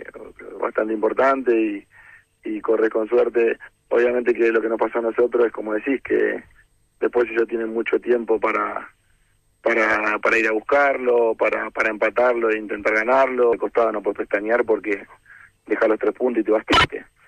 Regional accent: Argentina; es algo que tenemos nosotros como argentinos

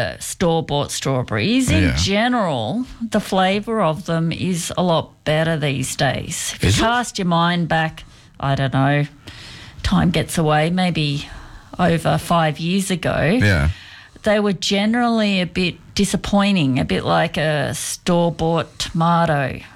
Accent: Goulburn, New South Wales, Australia; now in Canberra, Australia; I come from Goulburn

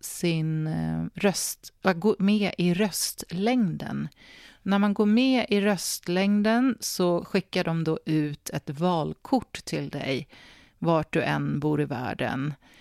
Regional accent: Sweden; now in Australia; när man har valt att bo här i Australien. Men hörni, någonting som sker hemma i Sverige, även fast man bor här i Australien

